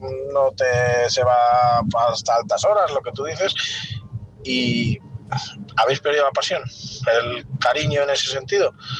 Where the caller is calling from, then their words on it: Palencia, Castile and León, Spain; corresponsal de Palencia